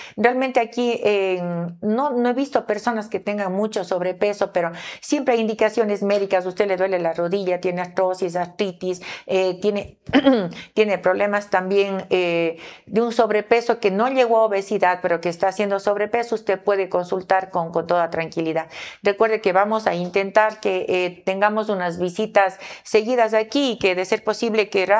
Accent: Ecuador; los ecuatorianos somos gente de bien

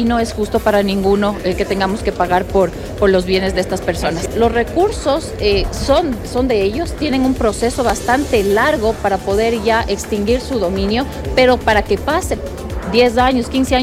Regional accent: Ecuador; Porque nosotros como ecuatorianos, ustedes, nosotros, todos pagamos, ¿sí?

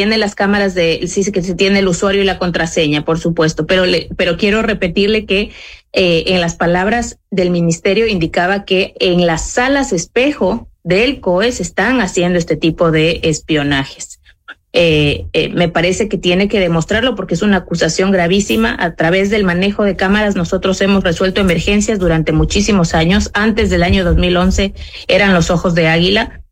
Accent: Quito, Pichincha, Ecuador

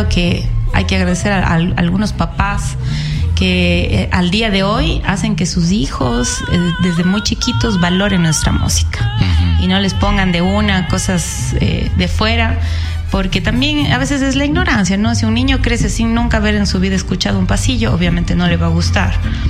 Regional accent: Ecuador

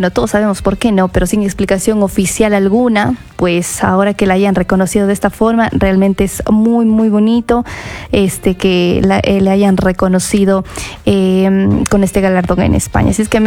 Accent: Ecuador

